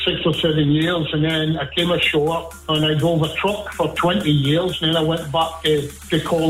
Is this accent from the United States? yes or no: no; Aberdeen, Scotland, United Kingdom; moved away as an adult; now in Ireland; From north of the border, but we live in Ireland now. I'm from Aberdeen originally.